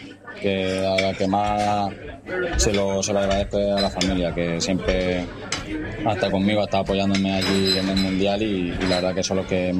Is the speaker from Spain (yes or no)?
yes; Roquetas de Mar, Andalusia, Spain; moved away